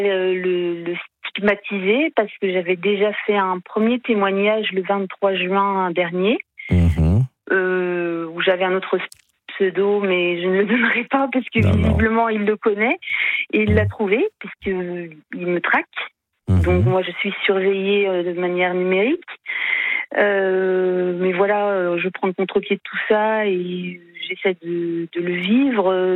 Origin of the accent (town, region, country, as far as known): Brittany, France; born there